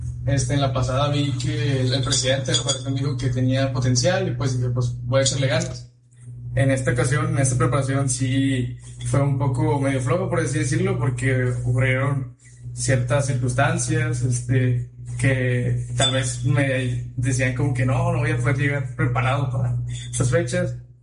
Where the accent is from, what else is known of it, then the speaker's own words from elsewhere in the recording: Palau, Coahuila, Mexico; also born or lived in Piedras Negras; Nací en Piedras Negras, pero crecí aquí en Palau.